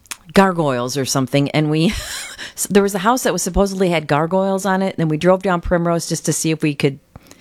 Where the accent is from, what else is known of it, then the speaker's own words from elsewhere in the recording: Michigan, United States; So, I'm from Michigan